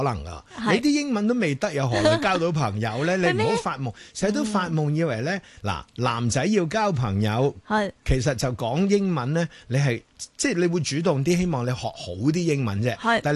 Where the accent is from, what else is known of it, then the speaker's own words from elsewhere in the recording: Guangdong, China; 但系佢又将佢变成咗我哋广东人嘅口味啦